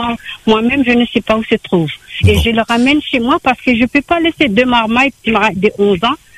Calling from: Le Port, Réunion; moi, j'habite pas là. J'habite à Parc Boisé, au port.

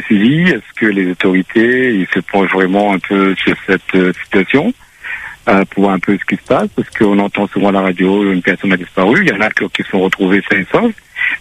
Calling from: Réunion; Moi, j'habite à La Réunion depuis très longtemps, je suis de La Réunion.

